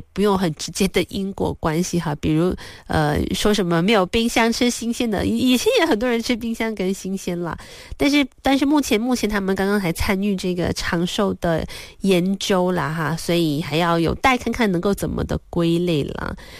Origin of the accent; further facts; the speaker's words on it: Malaysia; 辛苦了当年的这个祖辈啊，为了更好的生活来到了马来西亚这片土地，让我能够成为土生土长的马来西亚人。我觉得做马来西亚人还是一件很幸福的事情了哈。